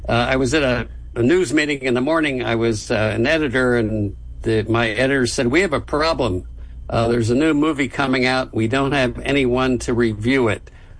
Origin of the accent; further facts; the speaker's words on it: Philadelphia, Pennsylvania, United States; now in New Jersey, United States; I'm from Philadelphia